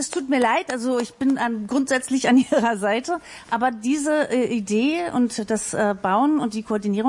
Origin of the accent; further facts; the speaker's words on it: Berlin, Germany; ich bin aus Schöneberg und mich beschäftigen die Baustellen in dieser Stadt.